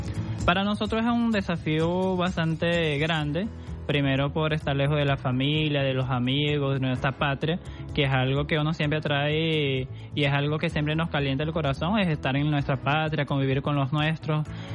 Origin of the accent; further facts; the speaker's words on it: Brazil; moved away as an adult; now in Venezuela; para un estudiante de Brasil, por ejemplo, que de donde yo vengo, es muy complicado. Aparte, yo soy, bueno, campesino de origen. Mi familia, mis abuelos, mis padres son todos campesinos. Nosotros vivíamos en un pueblo muy lejano a las zonas urbanas